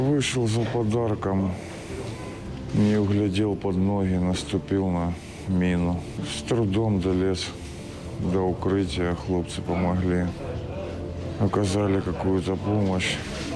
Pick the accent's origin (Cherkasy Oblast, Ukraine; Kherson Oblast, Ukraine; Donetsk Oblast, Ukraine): Donetsk Oblast, Ukraine; Chasiv Yar; moved away as an adult; Родом з Часов'яра